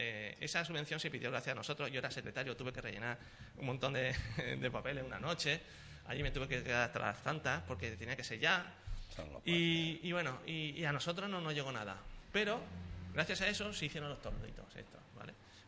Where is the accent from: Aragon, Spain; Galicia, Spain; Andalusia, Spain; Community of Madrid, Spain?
Andalusia, Spain; Sanlúcar de Barrameda